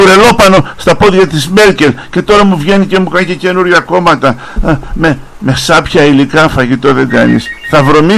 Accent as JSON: {"language": "Greek", "country": "Greece", "said": "Εγώ είμαι Έλληνας πολίτης, γιατρός, πολύτεκνος"}